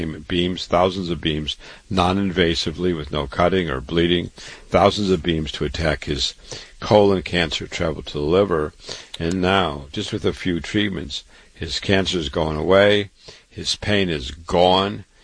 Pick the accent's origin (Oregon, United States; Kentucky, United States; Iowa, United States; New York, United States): Iowa, United States; Waterloo; born or raised there